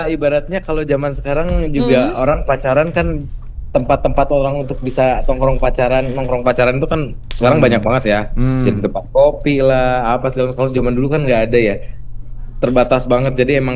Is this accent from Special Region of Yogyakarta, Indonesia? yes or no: no; Bandung, West Java, Indonesia; Kita dari Bandung.